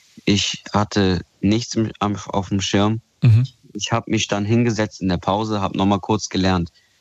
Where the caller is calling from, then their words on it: Rhineland-Palatinate, Germany; Ich rufe aus Rheinland-Pfalz an.